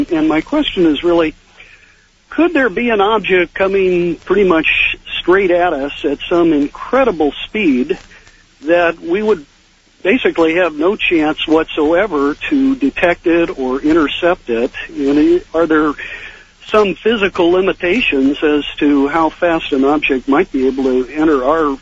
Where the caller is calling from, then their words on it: San Jose, California, United States; calling from San Jose, California.